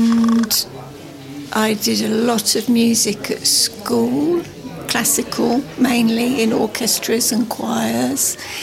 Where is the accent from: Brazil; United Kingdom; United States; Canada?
United Kingdom; East of England; moved away; I'm from Hertfordshire, originally. It's commuter belt, so a lot of people live there who then work in London.